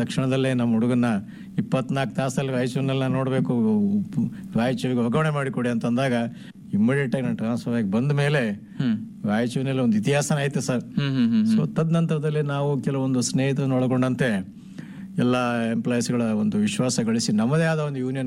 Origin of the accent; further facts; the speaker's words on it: Karnataka, India; also born or lived in Bhimagudi, Shahapur taluk, Karnataka; ಅಲ್ಲಿ ತಮ್ಮ ಕ್ಯಾಂಪ್ ಏರಿಯಾದಲ್ಲಿ ನಾವು ಸ್ವಾಭಾವಿಕವಾಗಿ ಬೆಳೆದ್ವಿ.